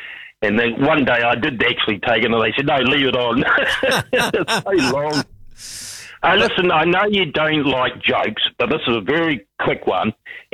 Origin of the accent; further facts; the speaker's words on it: Wanaka, Otago, New Zealand; Listen, mate, I'm from Wanaka. I do fishing every day of the week now. I'm retired.